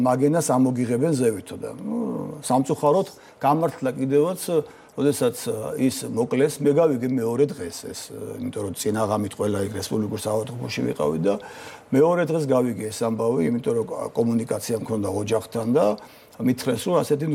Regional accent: Vani, Imereti, Georgia; მე წარმოშობით ვანიდან ვარ, იმ რაიონში მუშაობდი

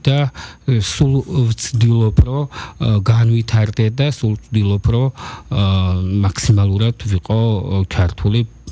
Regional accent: Poti, Samegrelo-Zemo Svaneti, Georgia; moved away as an adult; მე ფოთში დავიბადე, სკოლა ფოთში დავამთავრე.

